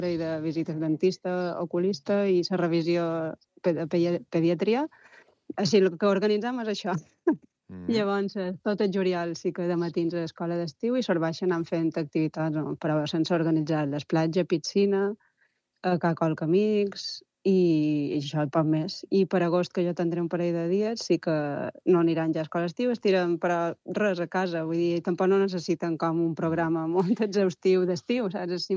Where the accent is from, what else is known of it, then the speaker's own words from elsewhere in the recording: Bunyola, Balearic Islands, Spain; nosaltres som de Bunyola